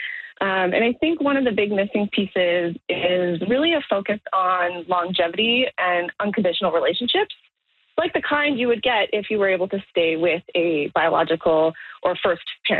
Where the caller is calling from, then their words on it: Toronto, Ontario, Canada; Hi, so like I said … I'm calling in from Toronto on behalf of Never Too Late